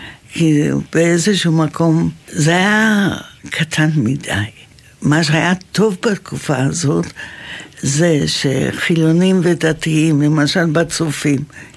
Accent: Jerusalem, Jerusalem District, Israel; גדלתי בירושלים הקטנה לפני 67, והיינו מטיילים, משחקים בכל האזור של רחביה, תלביה, עמק המצלבה וכו'.

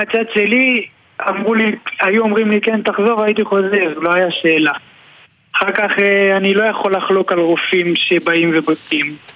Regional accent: Jerusalem, Jerusalem District, Israel; born there; נולדתי בירושלים, כיום גר באופרה, נשוי, אין עדיין ילדים

